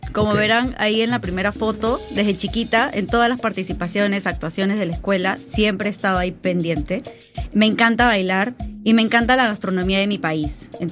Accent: Lima, Peru; born there; moved away; Soy peruana, como lo dije, nacida en la capital. Tengo 27 años.

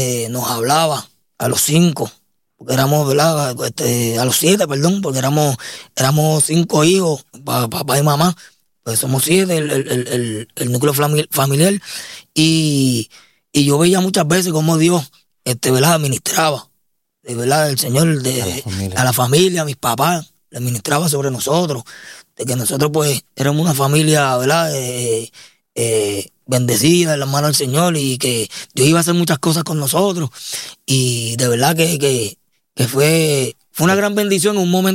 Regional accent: Carolina, Puerto Rico; para los que no me conocen. Venimos, ¿verdad?, del residencial Sabana Bajo, en Carolina, ¿verdad?, donde me crié junto a mis padres, ¿verdad?, mis padres y mis cuatro hermanos.

